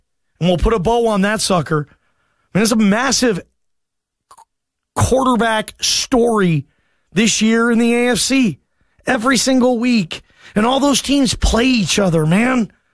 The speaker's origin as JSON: {"language": "English", "town": "Atlanta", "region": "Georgia", "country": "United States", "tie": "born there", "said": "I was born in Atlanta, by the way, man."}